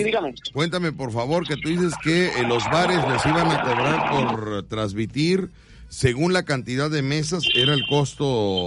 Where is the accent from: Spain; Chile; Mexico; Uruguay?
Mexico; born there; No porque yo haya nacido aquí